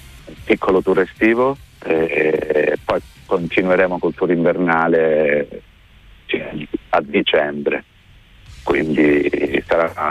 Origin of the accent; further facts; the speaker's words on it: Southern Italy, Italy; now in Milan, Italy; Perché giù è più complicato. È vero, sono salito, ma perché avevo voglia di salire in un altro posto che non fosse magari Roma. Però vivo da 10 anni a Milano